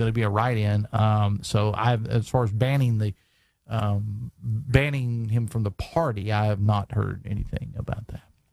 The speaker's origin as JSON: {"language": "English", "region": "West Virginia", "country": "United States", "tie": "born or raised there", "said": "the church that I grew up in Logan County, is got a whole lot more people in it now than what it did in the 1980s."}